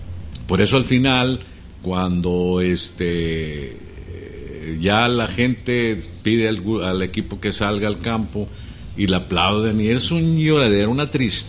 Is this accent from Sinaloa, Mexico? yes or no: yes; Culiacán, Sinaloa, Mexico; lo que es Culiacán, pues somos de Culiacán